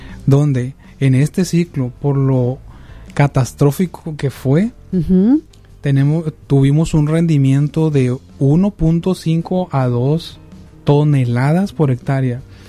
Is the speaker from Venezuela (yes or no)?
no; Mexico; Tenemos que estar como mexicanos unidos